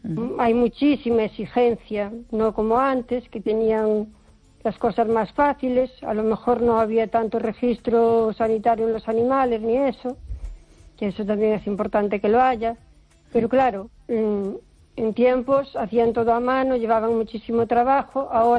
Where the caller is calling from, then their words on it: O Carballiño, Galicia, Spain; Buenas noches, Esther … de Carballiño.